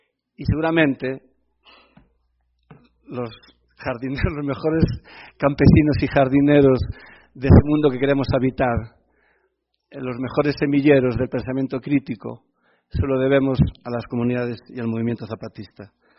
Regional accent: Galicia, Spain; Y eso que soy más gallego que el padre de Manolito en las historias de Mafalda.

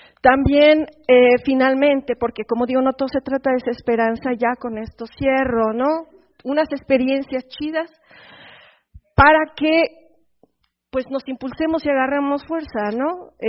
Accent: Morelos, Mexico; porque yo soy de Morelos, mi comunidad, mi casa está en medio equidistante entre el volcán y la termoeléctrica.

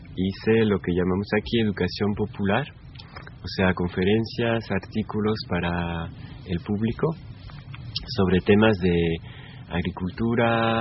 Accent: France; Spanish is a second language; Estamos aquí en Francia. Soy francés y habito en Francia. Puedo ver las montañas de los Alpes.

